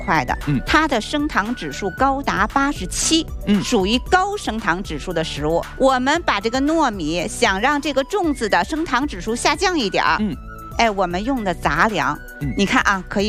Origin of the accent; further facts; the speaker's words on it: northern China, China; 我就是北方人